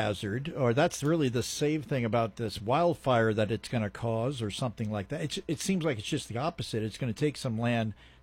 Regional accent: Jersey City, New Jersey, United States; In my hometown, especially Jersey City, there's quite a few places like that.

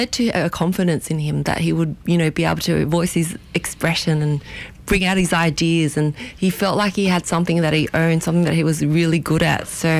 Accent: Australia; I grew up in Australia, but my parents immigrated from Hong Kong.

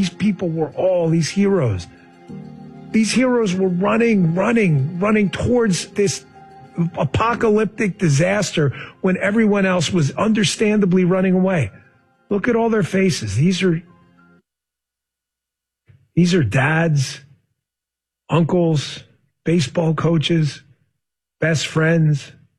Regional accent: New York City, New York, United States; as a New Yorker, I remember this well.

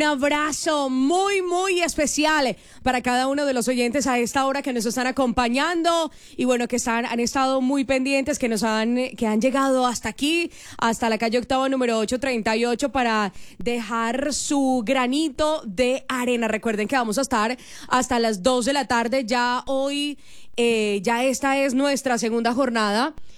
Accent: Colombia; a uno como colombiano le remueve muchas fibras

